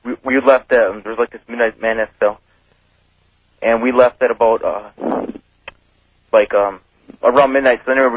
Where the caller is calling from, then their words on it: Seymour, Wisconsin, United States; I'm calling from Seymour, Wisconsin.